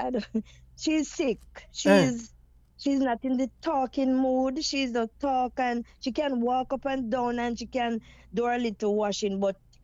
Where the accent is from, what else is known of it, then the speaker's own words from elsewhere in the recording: Jamaica; You understand what I mean? We are Jamaican.